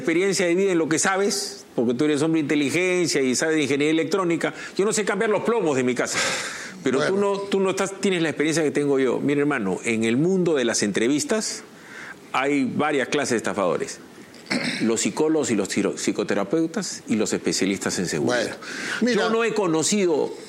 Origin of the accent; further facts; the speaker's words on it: Trujillo, La Libertad, Peru; Hermano, yo soy de Trujillo.